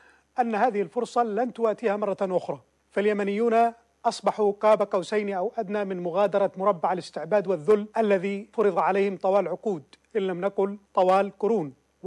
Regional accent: Yemen

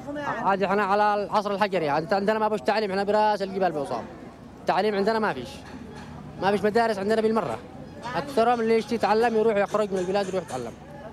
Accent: Sanaa, Yemen; كل عن بلادي صنعاء كل عن بلادي والله.

